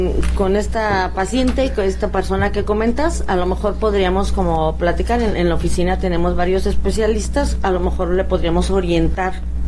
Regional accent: Irapuato, Guanajuato, Mexico; de mi tierra fresera que quiero tanto

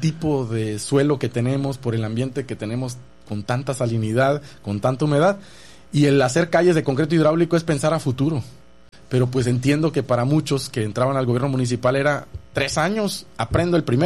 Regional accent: Ciudad del Carmen, Campeche, Mexico; also born or lived in Mexico City; Yo estudié en la Ciudad de México y cuando me presentaba y decía, vengo de Campeche, ¿y de dónde? De Ciudad del Carmen

